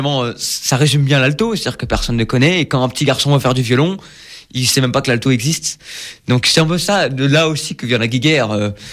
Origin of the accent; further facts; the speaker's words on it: Saint-Nazaire, Pays de la Loire, France; chez nous, à Saint-Nazaire